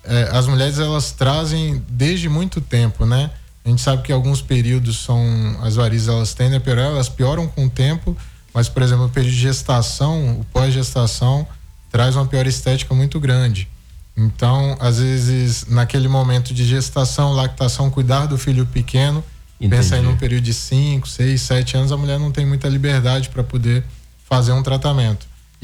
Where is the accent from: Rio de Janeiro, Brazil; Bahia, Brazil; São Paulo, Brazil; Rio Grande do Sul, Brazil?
Bahia, Brazil; born there; also born or lived in Espírito Santo; now in Barra de São Francisco, Brazil; Eu sou nascido na Bahia, mas eu tenho quase mais tempo de Espírito Santo do que de Bahia, porque eu vim muito novo, né? Fiz faculdade, tudo isso aqui.